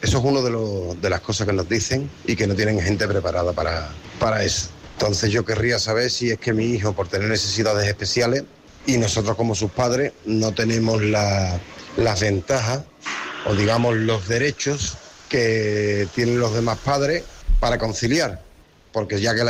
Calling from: Seville, Andalusia, Spain; Soy un vecino de Pinomontano, padre de un hijo con necesidades especiales.

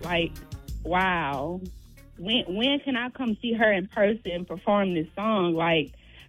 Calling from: Mobile, Alabama, United States; I'm from Mobile, Alabama

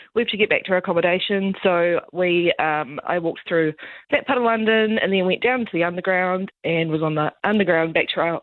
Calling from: New Zealand; the Kiwi in me was like, no, she'll be right, it's fine, we'll be fine

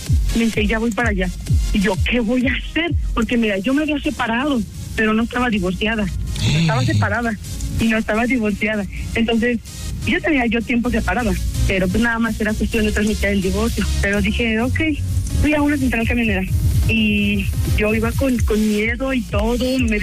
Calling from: Guanajuato, Mexico; Yo soy de acá, de Guanajuato.

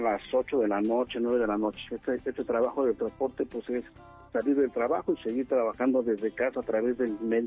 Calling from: Cuautitlán, State of Mexico, Mexico; De Cuautitlán

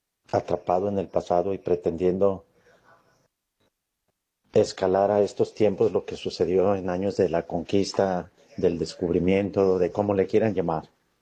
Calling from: Nayarit, Mexico; de Nayarit.

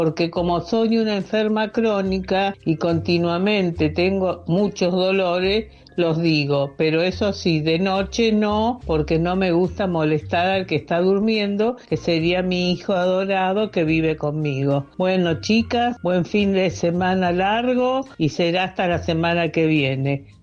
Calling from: Rosario, Santa Fe, Argentina; de Rosario.

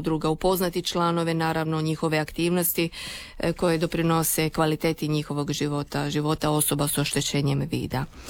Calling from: Pula, Istria County, Croatia

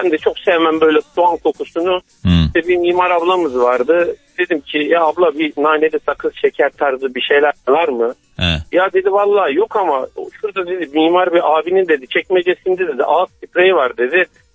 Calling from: Mersin, Turkey; ben Mersin'den.

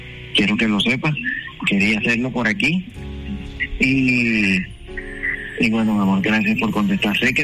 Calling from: Barranquilla, Atlántico, Colombia; decirte los días delante de todo mi pueblo barranquillero y todo nacional, los que escuchamos esta gran emisora

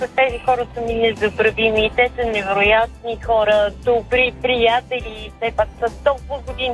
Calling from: Ruse, Ruse Province, Bulgaria; съм от Русе.

